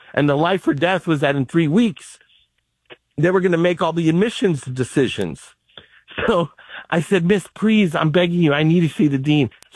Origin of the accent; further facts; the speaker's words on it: Miami Beach, Florida, United States; I grew up in Miami Beach. I lived in one house with my mom.